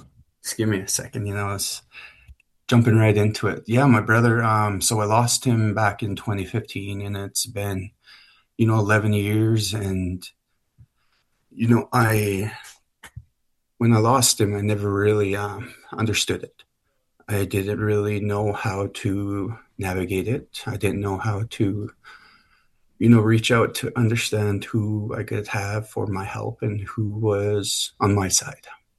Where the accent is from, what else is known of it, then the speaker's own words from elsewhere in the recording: Montana, United States; growing up on the Blackfeet Reservation and then also losing my brother there on the Blackfeet Reservation